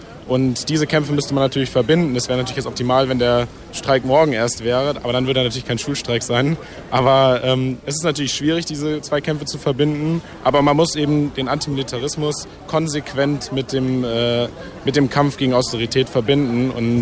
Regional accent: Marburg, Hesse, Germany; Also wir kommen aus Marburg, ja, und wir sind eben hierher gefahren heute

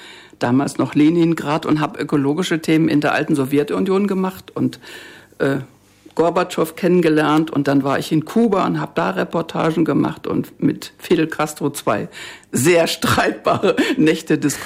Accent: Frankfurt, Hesse, Germany; born there; ich bin in Frankfurt geboren und stolz darauf

